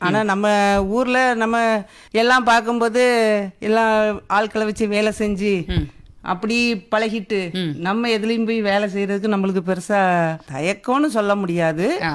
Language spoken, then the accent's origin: Tamil; Vazhavallan, Tamil Nadu, India; now in Thoothukudi, India; Vazhavallan.